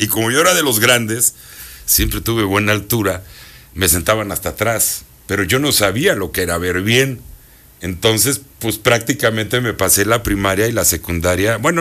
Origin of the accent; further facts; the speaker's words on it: Puebla, Mexico; born there; Nací en Puebla.